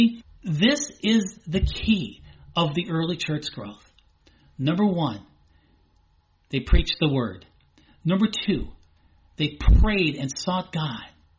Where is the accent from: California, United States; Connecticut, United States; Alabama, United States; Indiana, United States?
Indiana, United States; I grew up in Indiana